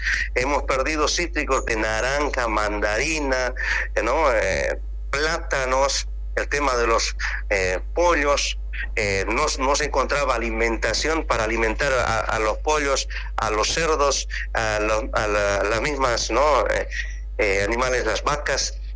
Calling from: Guanay, La Paz, Bolivia

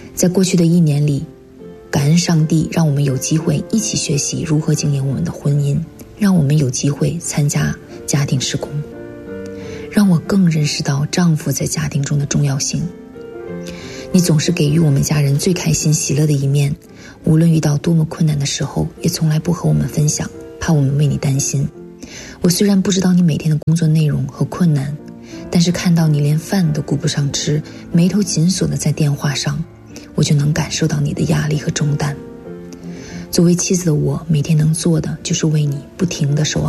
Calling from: Dallas, Texas, United States; 我是来自美国德州达拉斯的一间华人教会。

